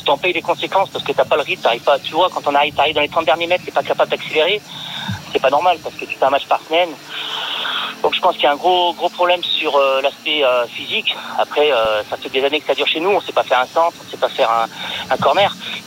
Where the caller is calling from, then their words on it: Saint-Étienne, Auvergne-Rhône-Alpes, France; en tant que Stéphanois